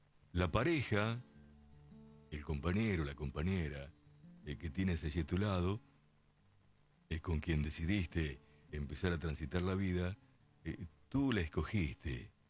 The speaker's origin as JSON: {"language": "Spanish", "town": "Lincoln", "region": "Buenos Aires Province", "country": "Argentina", "tie": "born or raised there", "said": "Yo cuando salí de mi ciudad de Lincoln, ella que está escuchando allí el amigo Carlitos, Mi viejo me dijo, mirá, te voy a desear lo mejor, ya que te vayas a la ciudad de Buenos Aires, son 320 kilómetros de Lincoln a esta capital"}